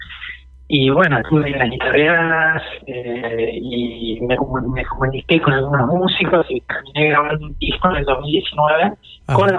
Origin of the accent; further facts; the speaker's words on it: Argentina; also born or lived in Paso de los Libres; yo soy de Buenos Aires